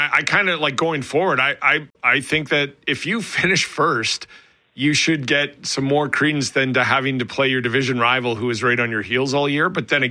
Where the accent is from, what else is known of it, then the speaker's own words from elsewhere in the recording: Alberta, Canada; I grew up in Southern Alberta